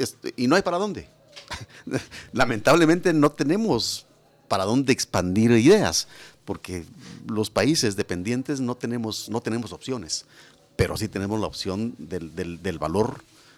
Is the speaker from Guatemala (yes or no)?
yes; Guatemala; nosotros mismos como personas, como guatemaltecos